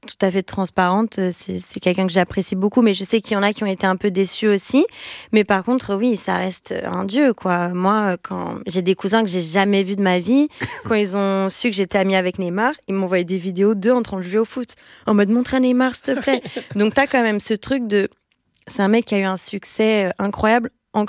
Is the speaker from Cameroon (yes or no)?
no; Brazil; now in France; Et pour moi, c'est important, moi en tant que Brésilienne en France, de pouvoir aussi les mettre en avant.